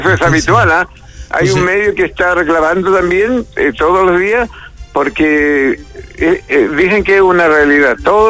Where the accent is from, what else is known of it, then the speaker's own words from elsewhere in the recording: Chile; los chilenos también son trabajólicos, pero a veces nos quedamos un poquito